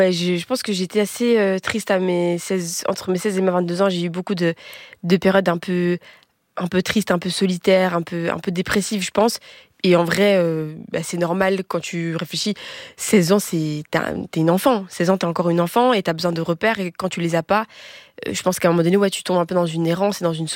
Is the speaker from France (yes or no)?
no; Belgium; parce que je suis métisse, donc je suis belge, je suis congolaise, j'ai des traits qui me rappellent que je suis congolaise aussi